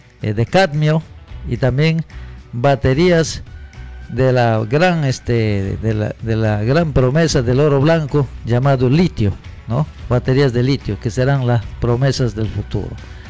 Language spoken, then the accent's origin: Spanish; Peru; ¿Qué hacemos los peruanos?